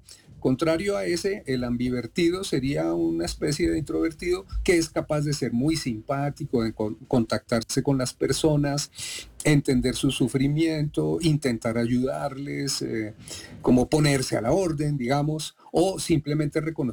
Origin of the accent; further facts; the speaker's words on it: Bogotá, Colombia; Yo soy Rolo Chapineruno Ala, pero además soy colombiano y soy colombiano y pertenezco y me miran como colombiano aquí y como Rolo Chapineruno.